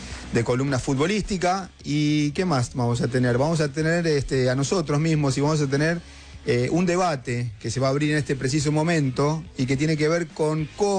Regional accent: Argentina; Nuestra patria, nuestra entidad como argentino, nuestro país

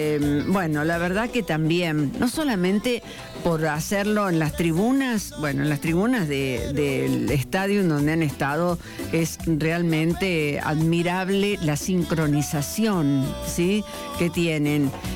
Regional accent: Argentina

